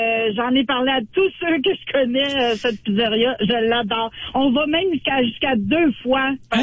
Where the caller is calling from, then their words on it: Montreal, Quebec, Canada; moi, je suis à Rivière-des-Prairies